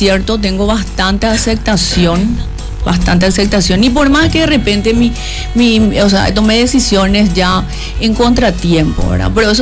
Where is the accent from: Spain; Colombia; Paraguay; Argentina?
Paraguay; Luque, Central; luqueña, de corazón, criada en la ciudad de Luque, de familia tradicional